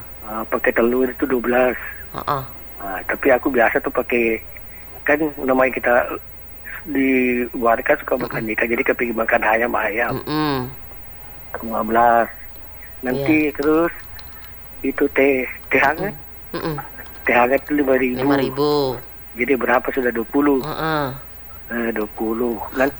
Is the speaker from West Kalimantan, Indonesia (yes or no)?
no; East Kalimantan, Indonesia; Di Toko Lima Muara Badang